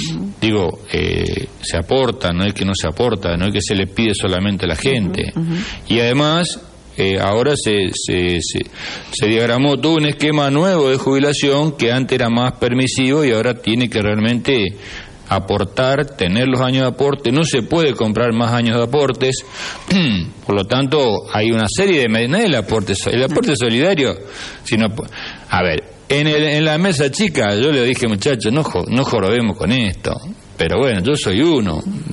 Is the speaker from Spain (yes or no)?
no; Argentina; Yo soy argentino como todo. Soy argentino, primero soy argentino.